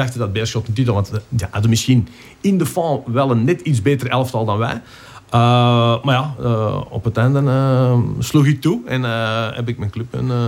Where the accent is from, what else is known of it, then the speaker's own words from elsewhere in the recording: Antwerp, Flanders, Belgium; Ik ben een senior in hart en nier. Ik ben geboren in Pieter van Obokenstraat in het centrum Antwerpen.